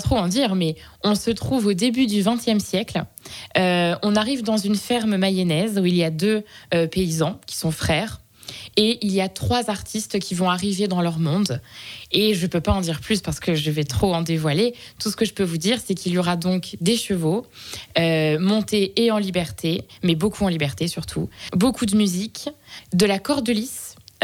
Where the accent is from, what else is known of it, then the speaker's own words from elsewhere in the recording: Hauts-de-France, France; On vient du sud de l'Oise à la base, justement à côté de la Mer de Sable, du parc d'attractions.